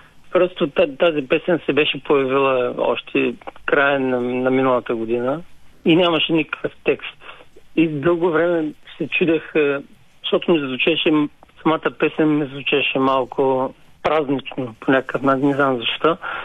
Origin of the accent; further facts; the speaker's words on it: Burgas, Burgas Province, Bulgaria; moved away as an adult; now in Varna, Bulgaria; Аз съм морски по принцип. По принцип съм от Бургас, но вече от повече от 10 години живея във Варна.